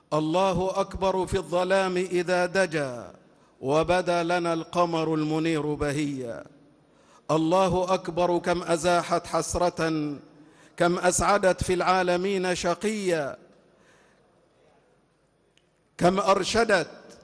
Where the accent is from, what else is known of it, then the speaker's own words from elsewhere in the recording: Egypt; وأن يحفظ بلدنا مصر من كل مكروه وسوء